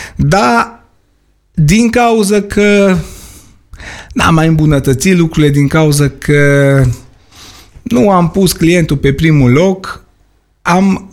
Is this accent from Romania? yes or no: yes; Transylvania, Romania; sunt din Transilvania